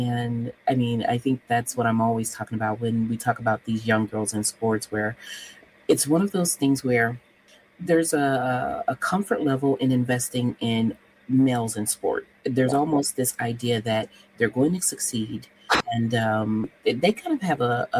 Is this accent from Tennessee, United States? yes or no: yes; Tennessee, United States; moved away as an adult; now in Jefferson City, United States; I'm from Tennessee, and so I'm from, home of the Lady Vols and the Memphis Tigers, and so I was used to being in a much bigger, diverse community